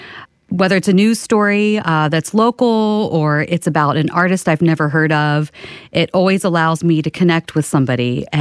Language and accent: English; Roanoke, Virginia, United States; from Roanoke, Virginia.